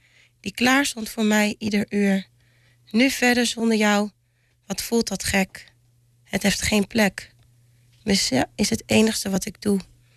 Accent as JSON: {"language": "Dutch", "town": "Almere", "region": "Flevoland", "country": "Netherlands", "said": "Ja, nou, ik ben een Almeerse. En ja, niet een geboren Almeerse."}